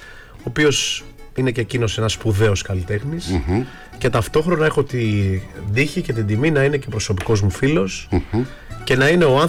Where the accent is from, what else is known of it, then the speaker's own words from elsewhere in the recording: Aliveri, Central Greece, Greece; και μεγάλωσα στο Αλιβέρι Εύβοιας.